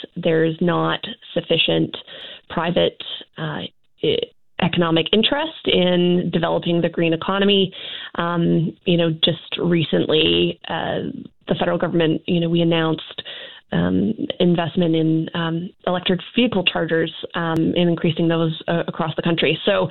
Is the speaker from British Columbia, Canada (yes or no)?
yes; British Columbia, Canada; You know, I think as British Columbians, a lot of us are looking forward to the jobs that this is going to generate.